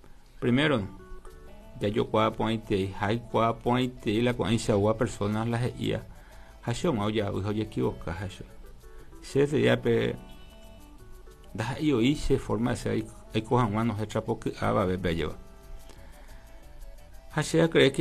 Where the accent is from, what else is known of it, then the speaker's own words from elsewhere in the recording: Carapeguá, Paraguarí, Paraguay; somos carapegüeños, somos del departamento, somos paraguayo y paraguaya